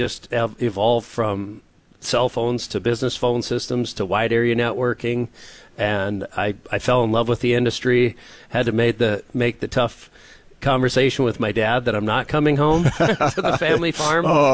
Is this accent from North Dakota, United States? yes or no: yes; Hettinger, North Dakota, United States; I'm very proud to say that I'm from North Dakota. Grew up on a farm and ranch down in Hettinger.